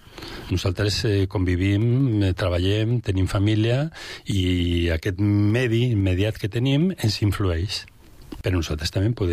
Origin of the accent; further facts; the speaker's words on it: Santoña, Cantabria, Spain; born there; al poble del naixement, Santonya, que vaig estar, vam fer ja una activitat, no? Pujant al Monte Buciero